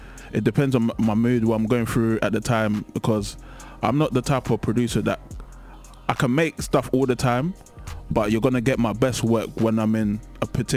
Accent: London, United Kingdom; I'm from South London, Mash is from South London, same area as me, New Cross.

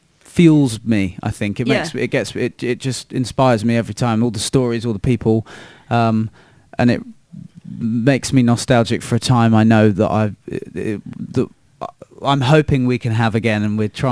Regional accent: Banbury, South East England, United Kingdom; I'm not from London. I'm from a little town called Banbury near Oxford.

